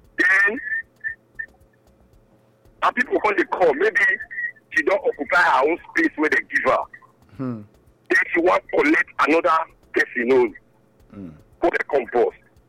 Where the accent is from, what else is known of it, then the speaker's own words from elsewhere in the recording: Benin; I come from Benin.